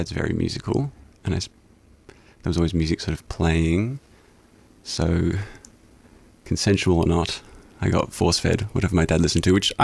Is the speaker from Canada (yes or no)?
no; Ireland; well, I'm Irish, so I'm going to create a traditional Irish folk album